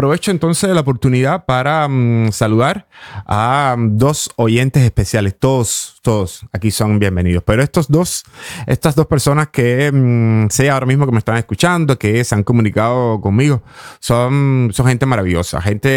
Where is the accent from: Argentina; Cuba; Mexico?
Cuba; Buenos días … vengo de Cuba y este soy yo.